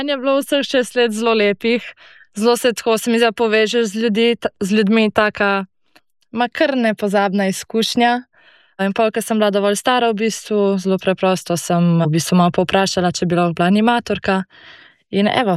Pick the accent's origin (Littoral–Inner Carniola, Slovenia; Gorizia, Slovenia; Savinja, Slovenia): Gorizia, Slovenia; prihajam iz okolice pri Novi Gorici